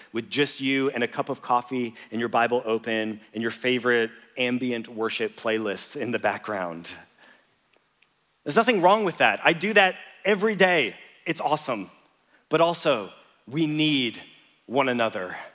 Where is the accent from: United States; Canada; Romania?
Canada; For me as a Canadian, I'm just like, I'm in the middle of Nowhereville, Sweden.